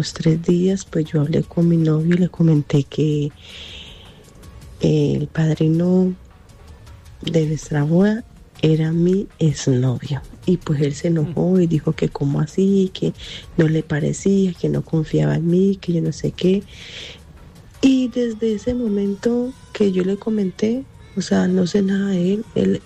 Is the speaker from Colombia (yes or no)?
yes; Colombia; now in Spain